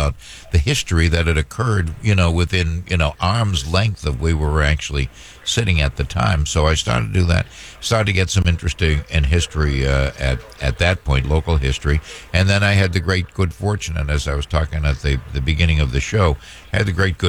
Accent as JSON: {"language": "English", "town": "Boston", "region": "Massachusetts", "country": "United States", "tie": "born or raised there", "said": "I was born in Boston, I grew up in Dorchester, but I took the train into downtown."}